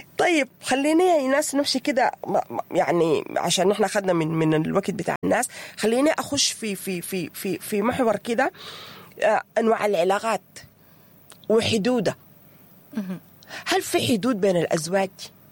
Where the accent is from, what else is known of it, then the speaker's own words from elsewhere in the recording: Sudan; نحن لسه وصلنا للمرحلة دي كأمهات سودانيات. وكأم سودانية معناها أنا كزوجة سودانية